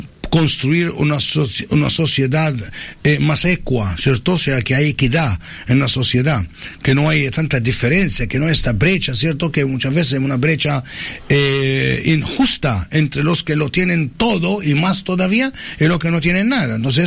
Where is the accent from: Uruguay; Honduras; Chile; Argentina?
Chile; nos une el hecho que somos chilenos